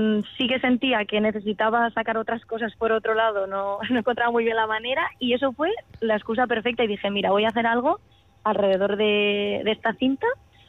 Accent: Spain; first language Catalan; Spanish is a second language; evidentemente es mi lengua materna, y fue como instantáneo el momento en el que dije, vale, esto va a ser en catalán, sí o sí.

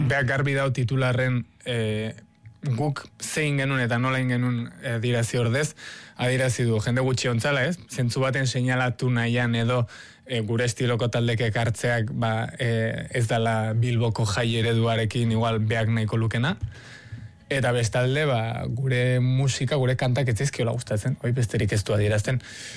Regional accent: Tolosa, Basque Country, Spain; now in Madrid, Spain; ezingo nuke Madrilen bizi Euskal Herririk gabe, eta ezingo nuke Tolosan egon Madrilik gabe, ere, ni Tolosarra naiz.

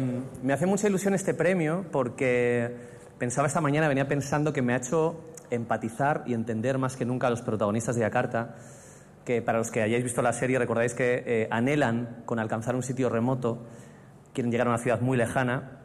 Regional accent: Irun, Basque Country, Spain; Así que Vitoria está lejos. Yo soy de Irún, no soy nadie para hablar de distancias, pero siempre merece la pena venir.

